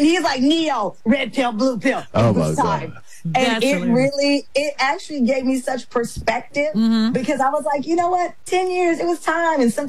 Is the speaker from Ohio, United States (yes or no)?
no; Texas, United States; I'm a Texan, so we came out like gunslingers.